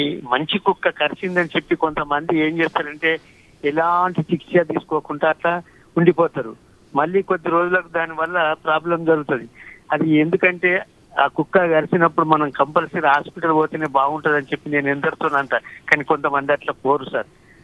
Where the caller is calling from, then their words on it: Shanagar, Telangana, India; నేను కరీంనగర్ డిస్ట్రిక్ట్ నుంచి వెళ్ళి రమ్మడుగు మండలం షానగర్ నుంచి వెళ్ళి … మాట్లాడుతున్నాను.